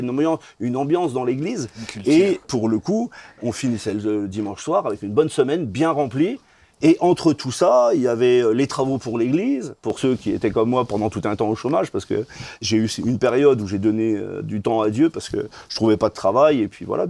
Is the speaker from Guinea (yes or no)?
no; Portugal; moi, je suis portugais